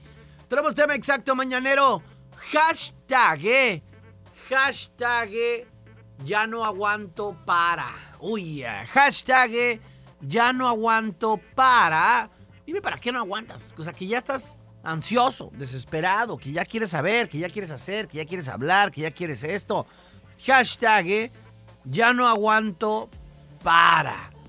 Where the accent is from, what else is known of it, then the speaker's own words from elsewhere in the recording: Mexico; nosotros como mexicanos también pasamos muchas veces por esas cosas